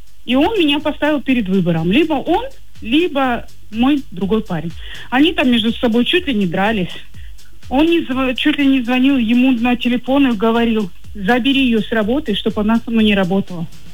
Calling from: Vladivostok, Primorsky Krai, Russia; мы из Приморского края. И Владивосток за тебя.

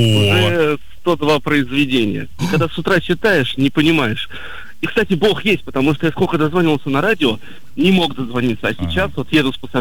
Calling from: Kaluga, Kaluga Oblast, Russia

